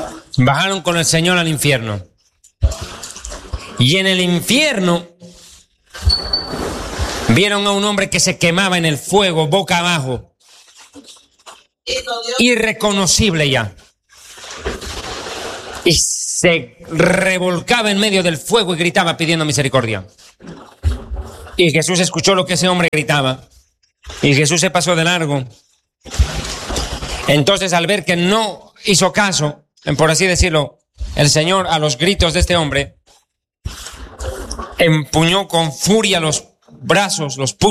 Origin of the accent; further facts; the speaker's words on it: Bolivia; born there; en mi país de nacimiento, Bolivia